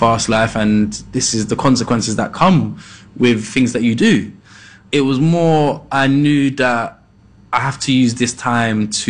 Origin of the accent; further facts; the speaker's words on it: London, United Kingdom; growing up in Peckham